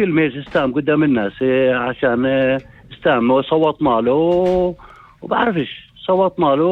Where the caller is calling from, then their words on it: Tamra al-Zuabiya, Northern District, Israel; أنا من سكان طمرة الزعبية.